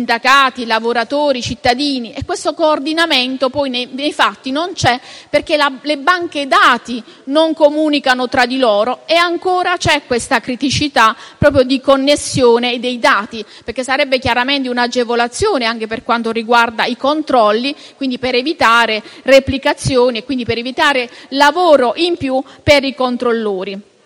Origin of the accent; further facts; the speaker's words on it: Borgo Mezzanone, Apulia, Italy; io vengo dal territorio del Borgo Mezzanone, quindi viviamo nel pieno di questa che è una problematica